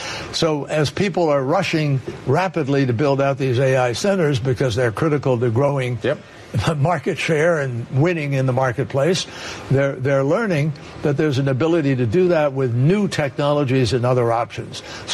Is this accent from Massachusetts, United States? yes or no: yes; Massachusetts, United States; In my home state of Massachusetts, we're bui